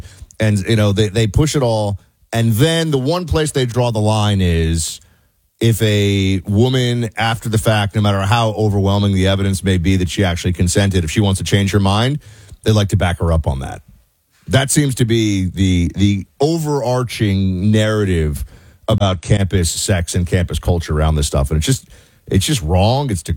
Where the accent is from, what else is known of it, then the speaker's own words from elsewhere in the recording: New York City, New York, United States; I grew up in New York City, but I got to college